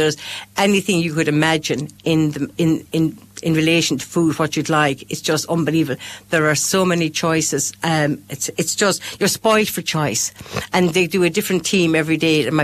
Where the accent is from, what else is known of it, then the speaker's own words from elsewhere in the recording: Ireland; Obviously for us in Ireland, you know, the cost of flying there